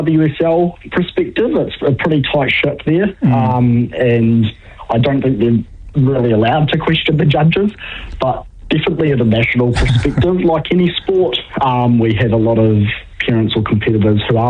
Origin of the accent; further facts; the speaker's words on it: Dunedin, Otago, New Zealand; I'm from Dunedin, so it's much warmer up here in Raglan. Down south, it's a bit colder, but no, Raglan's tropical to me.